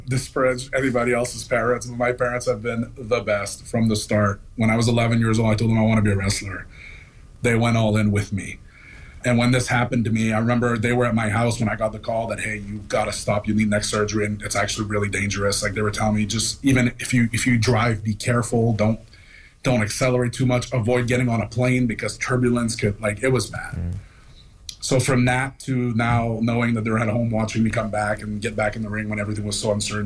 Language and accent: English; Canada; I'm like, no, I'm actually from completely different part of the country.